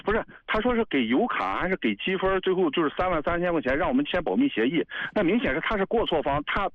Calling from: Beijing, China; 我是在北京

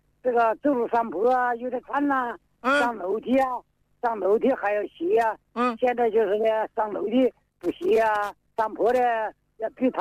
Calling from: Zhongxiang, Hubei, China; 我中江石牌子

